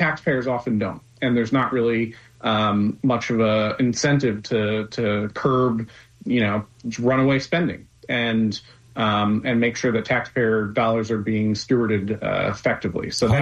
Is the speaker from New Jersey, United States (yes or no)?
yes; New Jersey, United States; So I grew up in New Jersey. I had firsthand experience of one of the worst taxing situations in the country.